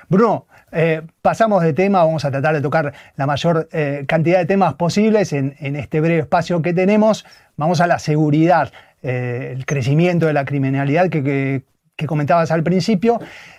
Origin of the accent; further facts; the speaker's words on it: Argentina; yo soy argentino